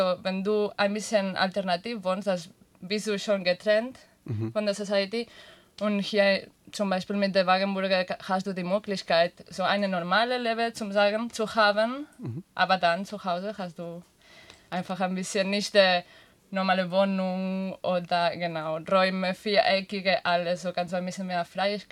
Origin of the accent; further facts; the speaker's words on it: Catalonia, Spain; German is a second language; now in Tübingen, Germany; Ich bin aus Katalonien